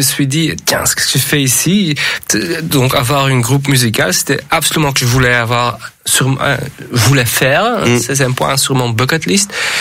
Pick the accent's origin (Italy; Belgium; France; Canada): Belgium; Oui, nous sommes belges.